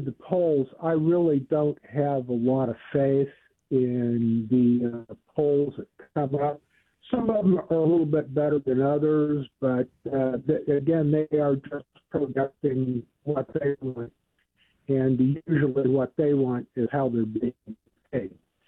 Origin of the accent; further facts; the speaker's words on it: California, United States; moved away; I am an import to Arkansas. I come from California, thank you. I left it 20 years ago because I just really couldn't stand the politics anymore